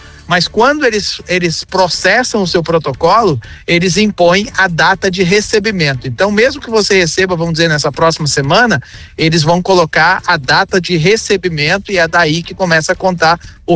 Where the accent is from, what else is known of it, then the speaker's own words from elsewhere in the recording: Taquara, Rio Grande do Sul, Brazil; moved away; Agora eu tô na cidade de Taquara, onde eu me criei. É pertinho de Porto Alegre.